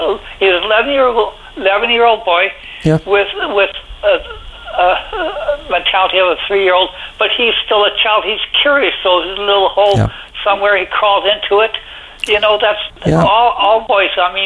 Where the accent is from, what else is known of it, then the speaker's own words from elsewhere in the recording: Calgary, Alberta, Canada; born there; Yeah, I was born in Calgary